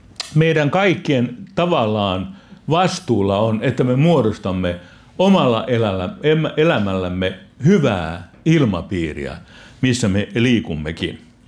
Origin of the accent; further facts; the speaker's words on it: Perniö, Southwest Finland, Finland; Meillä Perniössä äiti oli kaupassa töissä ja isä valtion rautateissä ja asuimme valtion omistamassa talossakin.